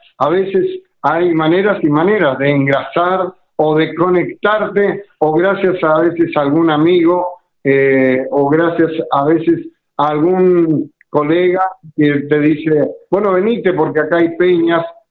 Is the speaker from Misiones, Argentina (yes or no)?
yes; Misiones, Argentina; primero soy misionero, vivo en Apóstoles y amo a esta mi Argentina. Tuve la suerte de conocer los pagos de donde vinieron nuestros abuelos. Por eso no olvido las raíces